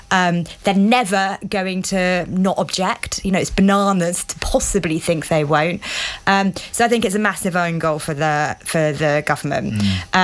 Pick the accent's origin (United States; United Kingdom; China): United Kingdom; London; I grew up in London